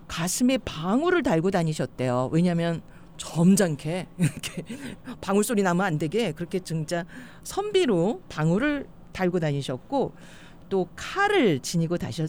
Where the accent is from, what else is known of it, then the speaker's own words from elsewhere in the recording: Chungcheong, South Korea; moved away; 저는 충청도거든요.